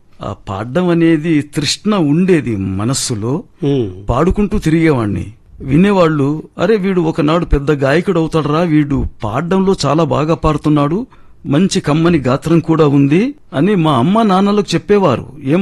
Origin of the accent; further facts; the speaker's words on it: Kurnool, Andhra Pradesh, India; born there; నేను కర్నూలు జిల్లా కర్నూలు టౌన్ లో ఉత్తమ దంపతులు … గారి గర్భాన 1947 ఏప్రిల్ 1 పుట్టాను.